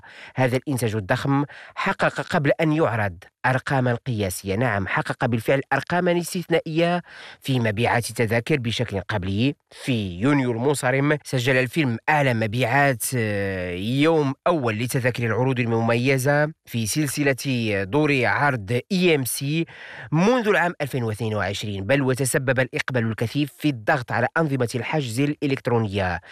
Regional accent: Morocco

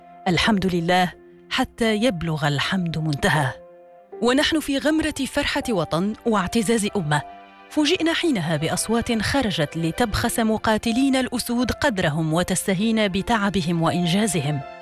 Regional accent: Morocco

